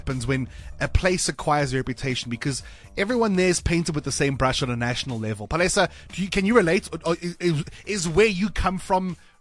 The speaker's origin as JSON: {"language": "English", "town": "Boksburg", "region": "Gauteng", "country": "South Africa", "tie": "born or raised there", "said": "I come from Boksburg, on the east end of Johannesburg. It's where I was born and raised. And I'm very defensive of my town."}